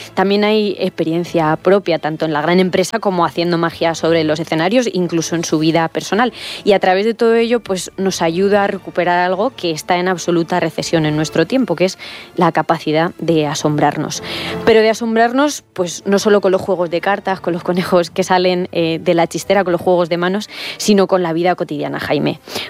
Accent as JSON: {"language": "Spanish", "region": "Castilla-La Mancha", "country": "Spain", "said": "No, yo como buena manchega estoy bien en los climas cálidos y secos"}